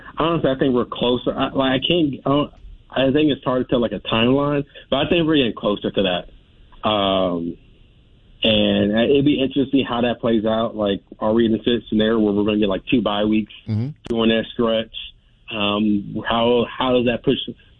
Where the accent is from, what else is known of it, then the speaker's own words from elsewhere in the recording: Maryland, United States; I could say Baltimore, just given fact, I'm from Maryland